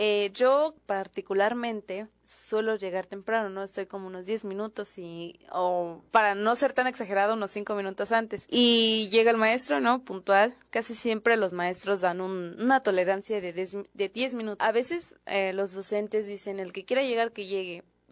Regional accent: Mexico

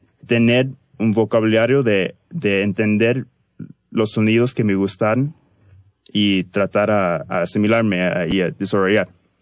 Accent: Canada; soy de Canadá, pero mis padres son latinos, entonces soy parte de la diáspora latina.

